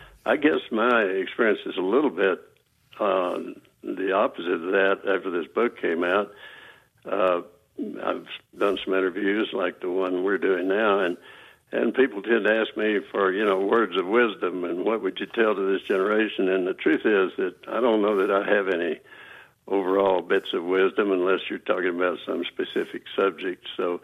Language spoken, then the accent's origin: English; Texas, United States; born or raised there